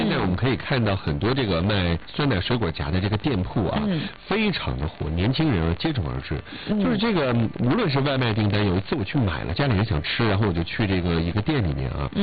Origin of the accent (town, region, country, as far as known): Changchun, Jilin, China; born or raised there